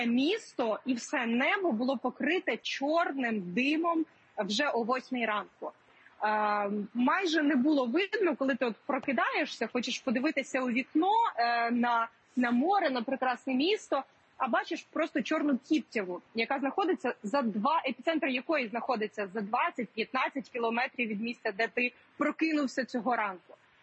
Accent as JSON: {"language": "Ukrainian", "town": "Odesa", "region": "Odesa Oblast", "country": "Ukraine", "said": "Я, як одеситка"}